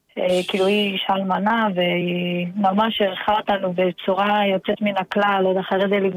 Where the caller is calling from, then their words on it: Jerusalem, Jerusalem District, Israel; אנחנו מירושלים.